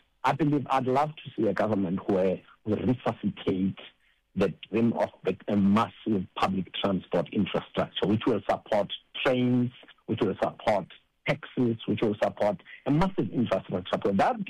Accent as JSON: {"language": "English", "country": "South Africa", "tie": "born or raised there", "said": "I come from Guatemala. I was raised in Guatemala, and I grew up in the streets of Guatemala"}